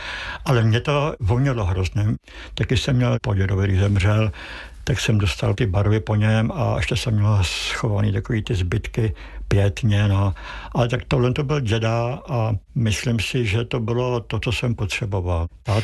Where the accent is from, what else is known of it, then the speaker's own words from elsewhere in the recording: Prague, Czechia; also born or lived in Vyšehrad, Prague; Já jsem se narodil pod Vyšehradem, ale bydleli jsme v Košířích, čiliže já do svých 15 let jsem v těch Košířích bydlel.